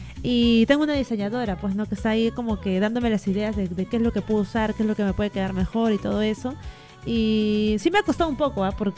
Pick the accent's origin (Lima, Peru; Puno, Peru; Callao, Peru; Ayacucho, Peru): Lima, Peru; San Miguel; Sí, claro, yo soy de San Miguel, sí, o sea, seguimos viviendo ahí en San Miguel, toda mi familia, ¿no? Bueno, los que están acá en Perú, ¿no?